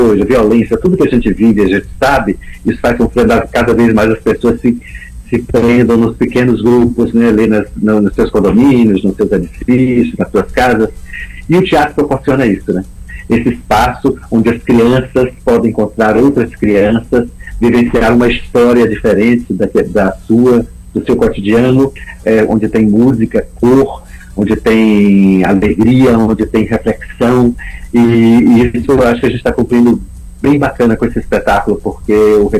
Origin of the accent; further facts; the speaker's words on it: Prado, Bahia, Brazil; moved away; na minha infância, eu morava no interior, né, sou de Prado, extremo sul da Bahia, que era um lugar pequeno